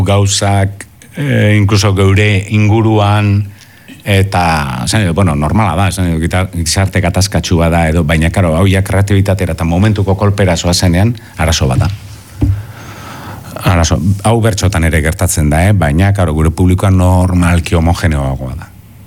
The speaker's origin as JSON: {"language": "Basque", "region": "Basque Country", "country": "Spain", "said": "euskalduna naiz"}